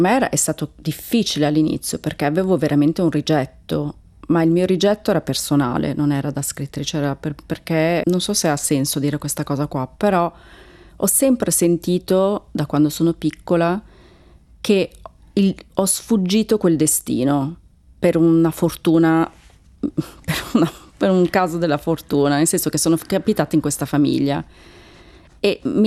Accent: Turkey; Perché, essendo anch'io turca, avevo questa barriera con queste donne, non c'era modo di comunicare.

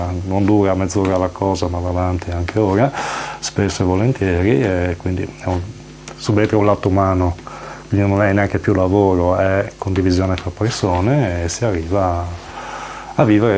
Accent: Comeglians, Friuli-Venezia Giulia, Italy; now in Sauris, Italy; sono un collega di David, originario non sono di Sauris, ma realmente di Gavascreta Comelians, quindi altra valle più in là

